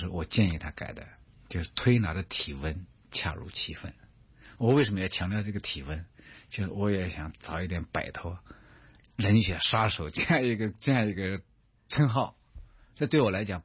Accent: China; 我们中国人

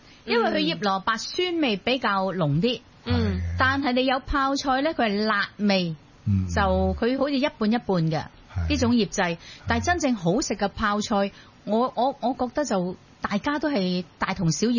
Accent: Guangdong, China; 我哋广东人

